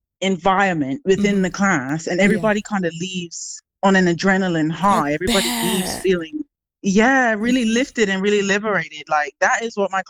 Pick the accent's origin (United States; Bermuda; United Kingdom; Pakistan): Bermuda; moved away